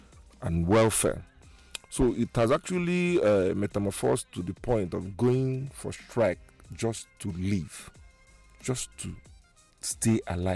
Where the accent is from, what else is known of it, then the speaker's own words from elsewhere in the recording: Nigeria; So now, growing up in Nigeria